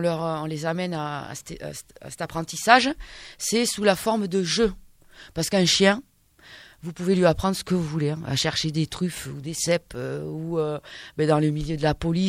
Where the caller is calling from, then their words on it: Nouvelle-Aquitaine, France; je suis dans une petite station dans les Pyrénées-Atlantiques, Artoust.